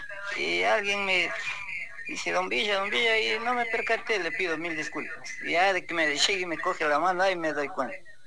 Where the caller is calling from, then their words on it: Cotopaxi, Ecuador; soy de Yactaurco